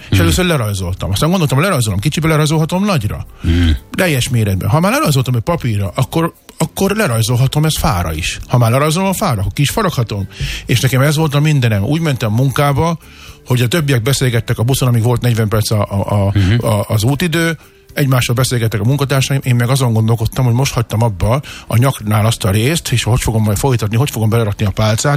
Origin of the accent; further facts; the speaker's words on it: Balassagyarmat, Nógrád, Hungary; én Balassgyarmatról jöttem, engem nem ismert senki